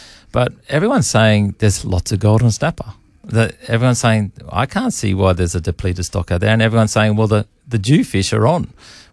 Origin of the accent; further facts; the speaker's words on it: Darwin, Northern Territory, Australia; I was brought up here and, we've been fishing all our lives, much like you.